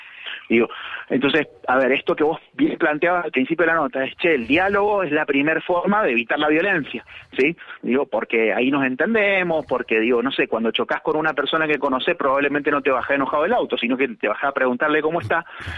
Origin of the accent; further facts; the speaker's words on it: Mendoza, Argentina; y como nosotros somos de Mendoza, le preguntamos a la gente cómo anda, la saludamos.